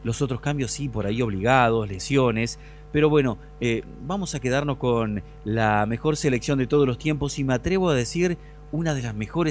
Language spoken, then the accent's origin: Spanish; Argentina